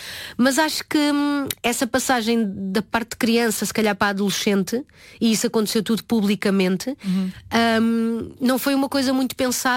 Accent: Oeste, Portugal; also born or lived in Lisbon; eu por acaso até nasci em Lisboa, foi um parto muito complicado, mas depois fui logo para a aldeia, sim, passado uns dias

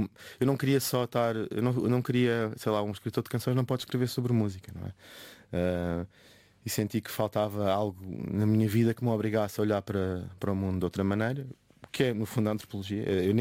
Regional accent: Lisbon, Portugal; Sim, eu cresci em Lisboa, mas não cresci mesmo no centro de Lisboa.

